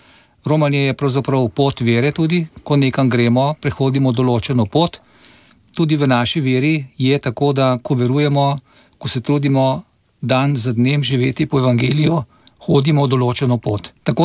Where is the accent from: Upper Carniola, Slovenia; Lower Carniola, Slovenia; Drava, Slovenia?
Lower Carniola, Slovenia; glede na to, da sem iz Dolenjske in da veliko vozim ob reki Krki, od … našega mirnopečana in domačina … se tu poigrava, tam pod Gorjanci, kjer sem doma.